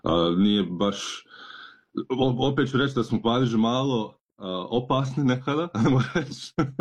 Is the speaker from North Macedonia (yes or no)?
no; Perth, Western Australia, Australia; Hvala na pozivu, treba reći. Rođen sam u Pertu u Australiji. Roditelji su mi iz Drniša u Dalmaciji. Došli su 93. Ja sam rođen 94.